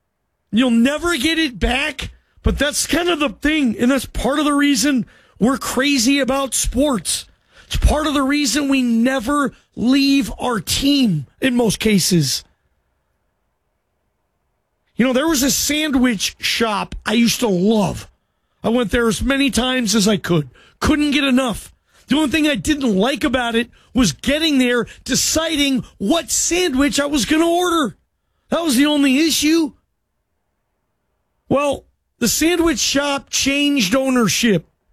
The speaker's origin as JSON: {"language": "English", "town": "Seattle", "region": "Washington", "country": "United States", "said": "And grew up a huge Seattle Seahawk fan. I'm from Seattle."}